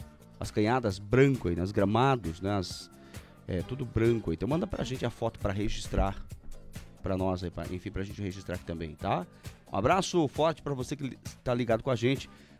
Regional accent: Brazil; born there; E eu nasci no Santana, próximo ali também, né? Próximo a Castelli, por ali, né?

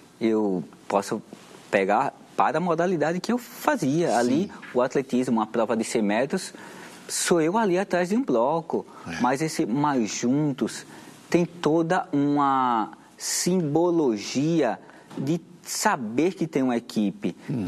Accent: Maceió, Alagoas, Brazil; born there; accent: nordestino; O sotaque não nega, né? Que sou nordestino puro.

